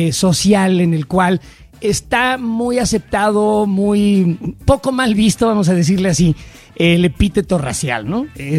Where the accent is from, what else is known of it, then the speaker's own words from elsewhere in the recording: Mexico City, Mexico; yo soy del Barrio Bravo de San Ángel